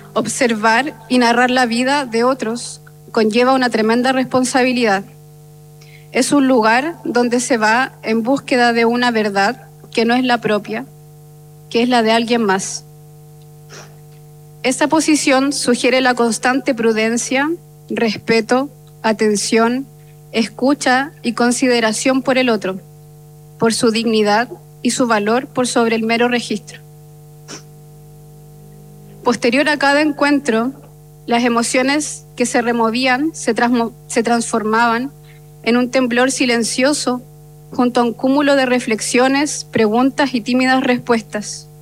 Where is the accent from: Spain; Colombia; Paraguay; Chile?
Chile; Talca, Maule; born there; nací en Talca en 1993